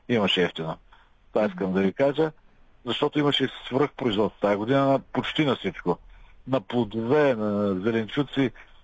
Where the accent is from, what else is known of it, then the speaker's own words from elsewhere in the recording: Northeast Bulgaria, Bulgaria; понеже съм от Северо-Источна България и там имам си хора